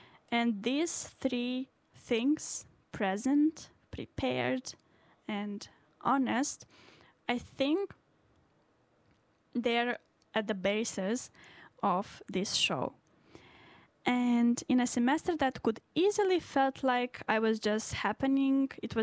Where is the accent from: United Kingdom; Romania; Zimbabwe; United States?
Romania; first language Romanian; English is a second language; moved away; all the songs from today are in Romanian language, which is my mother tongue